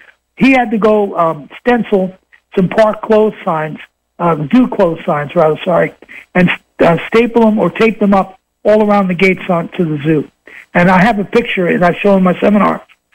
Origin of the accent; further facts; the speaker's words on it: Queens, New York, United States; I am a native New Yorker. I was born in Queens.